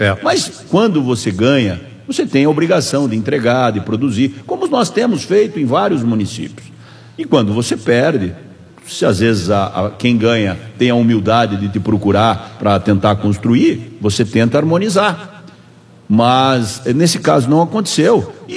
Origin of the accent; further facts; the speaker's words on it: Clevelândia, Paraná, Brazil; also born or lived in Curitiba; Talvez você não saiba e alguns amigos não saibam, eu não nasci em Clevelândia.